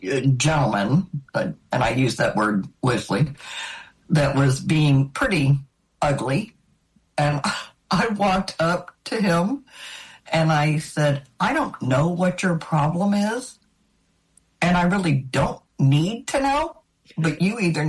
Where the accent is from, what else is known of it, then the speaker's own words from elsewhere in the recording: Virginia Beach, Virginia, United States; also born or lived in Maryland / New Jersey; No. I was born in Maryland. I spent a couple of years in New Jersey, but I grew up in Virginia Beach.